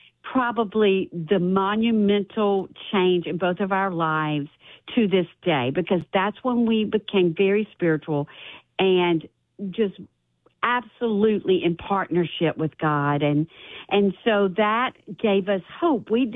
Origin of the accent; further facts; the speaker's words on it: Mississippi, United States; You know, we were born and raised in Mississippi, and we did all the right things.